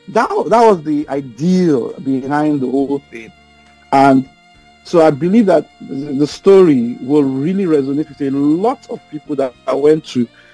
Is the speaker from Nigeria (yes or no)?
yes; Bayelsa, Nigeria; also born or lived in Lagos; Yes, I'm from Bayelsa, but at that time, River State. But I was